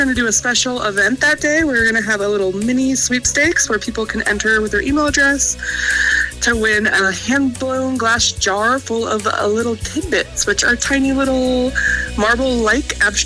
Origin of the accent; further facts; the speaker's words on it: St. Louis, Missouri, United States; now in Benicia, United States; I'm originally from St. Louis, but almost been in California longer, so love it here.